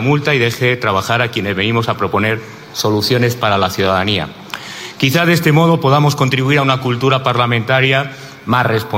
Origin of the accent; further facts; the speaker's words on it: Granada, Andalusia, Spain; en mi tierra en Granada